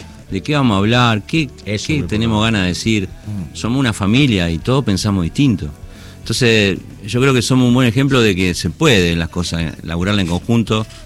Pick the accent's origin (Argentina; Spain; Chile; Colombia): Argentina; Rosario, Santa Fe; Somos unos rosarinos.